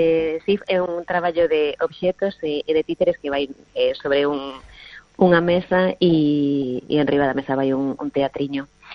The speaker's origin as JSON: {"language": "Galician", "town": "Laracha", "region": "Galicia", "country": "Spain", "said": "o lugar donde eu son, de Laracha."}